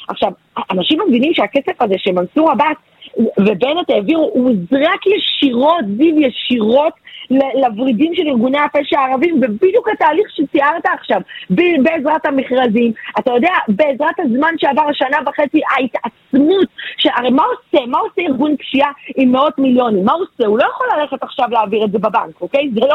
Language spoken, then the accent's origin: Hebrew; Tel Aviv, Tel Aviv District, Israel; מאיפה שבאתי, מהתחנה המרכזית הישנה שם גדלתי